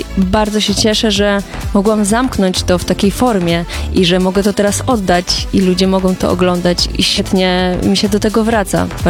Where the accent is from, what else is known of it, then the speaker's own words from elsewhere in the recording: Mrowiny, Lower Silesian Voivodeship, Poland; natomiast wychowałam się w Mrowinach, takiej malutkiej wiosce.